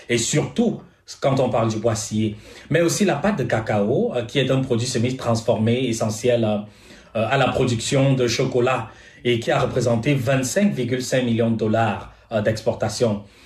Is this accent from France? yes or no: no; Cameroon; Pour ma part, mon pays d'origine, le Cameroun, figure bien évidemment parmi les pays concernés